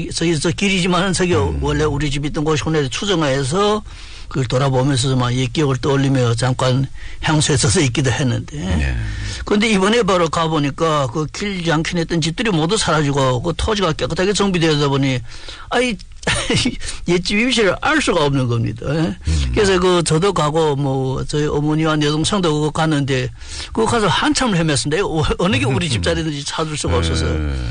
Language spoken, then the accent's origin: Korean; Longjing, Jilin, China; 저는 고향이 용정인데 제가 태어나서부터 대학 입학 전까지 줄고 살았던 집이 그 20여 년 전에 도로건 설용지에 포함돼서